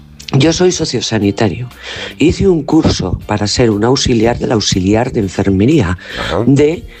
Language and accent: Spanish; Valladolid, Castile and León, Spain